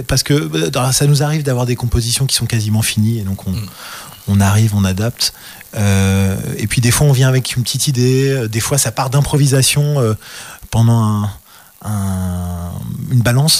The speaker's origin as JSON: {"language": "French", "region": "Brussels", "country": "Belgium", "tie": "born or raised there", "said": "J'ai grandi à Bruxelles. Et donc, j'ai grandi avec toutes ces musiques, toutes ces influences."}